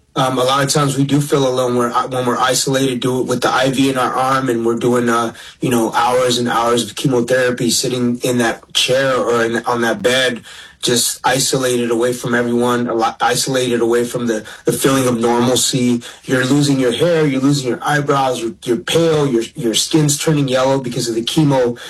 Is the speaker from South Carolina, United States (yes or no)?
no; Los Angeles, California, United States; I'm a proud Native American kid from East L.A., born in Boyle Heights. And, you know, I'm Native American and Mexicano.